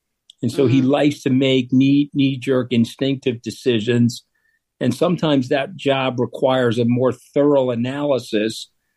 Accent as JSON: {"language": "English", "town": "Long Island", "region": "New York", "country": "United States", "tie": "born or raised there", "said": "I'm not a deep stater. I grew up on Long Island. I think I've been to Washington one time on a school field trip."}